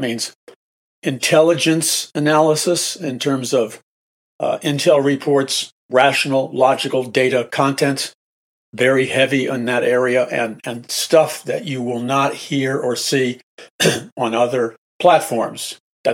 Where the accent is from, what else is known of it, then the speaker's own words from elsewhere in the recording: New York City, New York, United States; All my life growing up in New York City